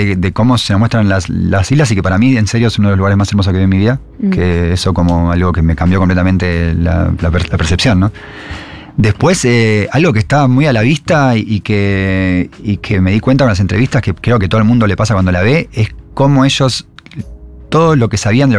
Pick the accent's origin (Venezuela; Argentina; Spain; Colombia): Argentina